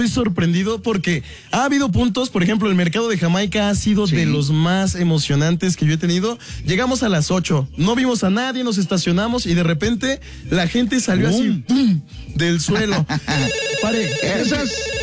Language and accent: Spanish; Nezahualcóyotl, State of Mexico, Mexico; Yo soy de allá. La verdad, yo me la paso increíble allá en Nesa